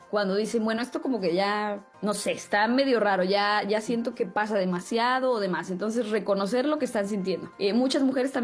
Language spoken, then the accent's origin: Spanish; Mexico; Necesitaríamos redefinir juntos como latinos, como mexicanos, lo que es ser una buena madre.